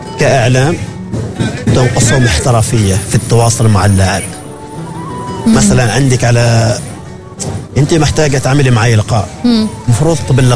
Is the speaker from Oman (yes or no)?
yes; Salalah, Dhofar, Oman; ترى هو متواصل معي ما يعرف اني انا من صلالة، هو يفكر انه … من مسقط. فانا مبلغه يا عزيزي ترى انا من صلالة،